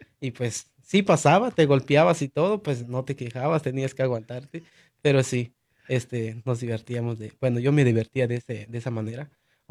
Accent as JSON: {"language": "Spanish", "region": "Chiapas", "country": "Mexico", "tie": "born or raised there", "moved": "yes", "said": "yo, como decía, soy ahorita originario de Chiapas, México, pero nosotros, nuestras raíces vienen desde Guatemala."}